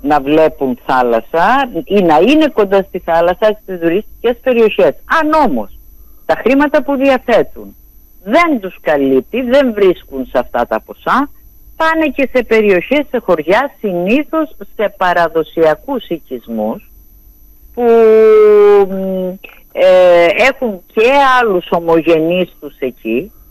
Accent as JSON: {"language": "Greek", "region": "Crete", "country": "Greece", "said": "δεν το λέω γιατί είμαι από την Κρήτη"}